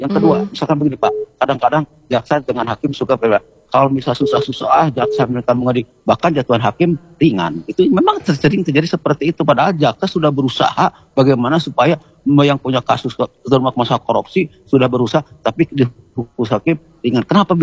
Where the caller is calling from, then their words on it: Bandung, West Java, Indonesia; Saya dari Bandung Timur